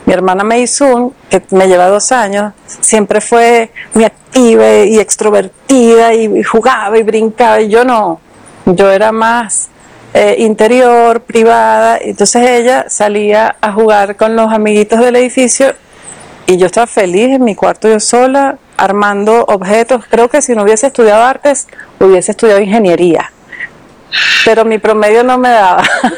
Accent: Venezuela; Yo siempre digo que estoy picada por la mitad, porque soy y me siento tanto iraquí como venezolana. Amo a Venezuela y a Irak de maneras compartidas, es 50-50. No he vivido en Irak, he ido dos veces

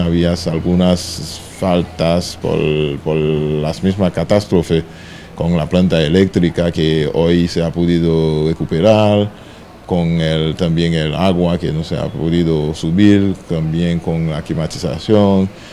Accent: Haiti; somos la delegación de Haití

